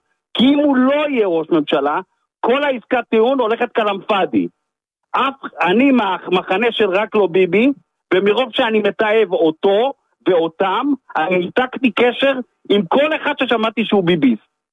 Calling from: Rishon LeZion, Central District, Israel; אני מראשון לציון

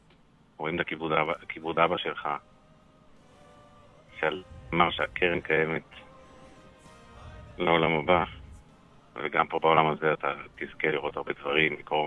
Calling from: Bnei Brak, Tel Aviv District, Israel; אני בבני ברק.

